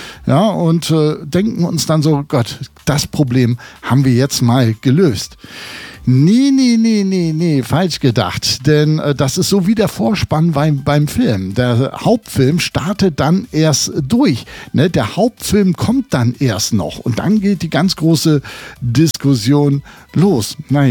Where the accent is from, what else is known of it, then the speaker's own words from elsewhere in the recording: Hamburg, Germany; Mit ganz lieben Gruß nach Hamburg in meine alte Heimat